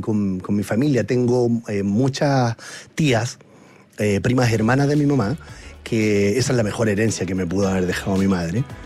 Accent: Melipilla, Santiago Metropolitan Region, Chile; Yo vengo del tiempo, yo soy de Melipilla.

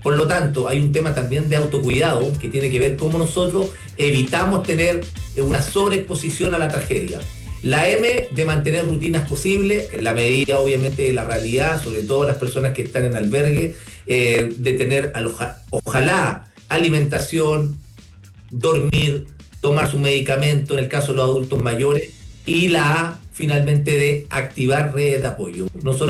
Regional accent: Chile; nosotros como chilenos lo vivimos cada cierto tiempo.

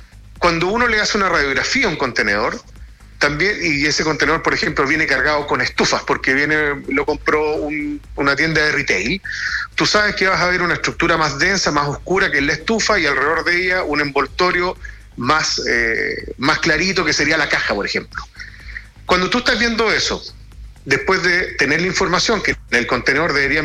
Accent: Chile; por decirlo así en buen chileno. Y la verdad es que no, esto nos preocupa como chilenos en general.

